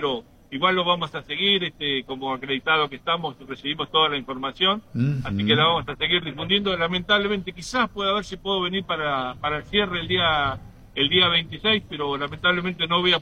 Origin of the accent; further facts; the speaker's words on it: Rawson, Chubut, Argentina; mañana justo 15 de septiembre es el aniversario de mi pueblo, de mi ciudad.